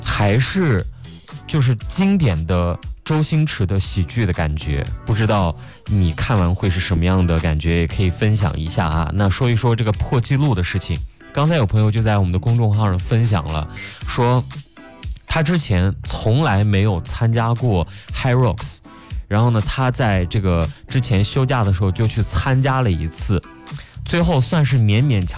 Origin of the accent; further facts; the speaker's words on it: Xinjiang, China; moved away; 美丽的新疆，我的家乡，